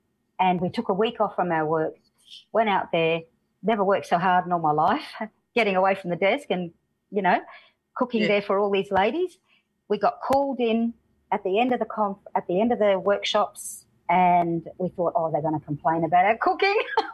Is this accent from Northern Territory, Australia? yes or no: yes; Mabantua, Northern Territory, Australia; we're from Mabantua